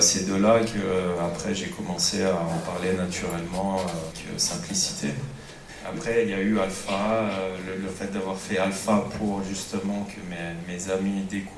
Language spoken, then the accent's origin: French; Chambéry, Auvergne-Rhône-Alpes, France; also born or lived in Grenoble; Donc, moi, j'ai grandi entre Chambéry et Grenoble. Je suis savoyard, mais à Chambéry, voilà.